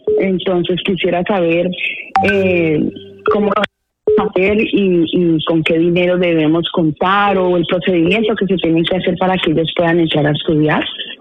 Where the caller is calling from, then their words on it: Valencia, Valencian Community, Spain; desde Valencia.